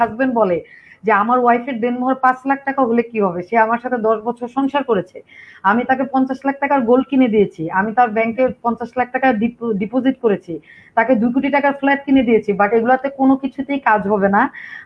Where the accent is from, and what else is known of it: Bangladesh; born or raised there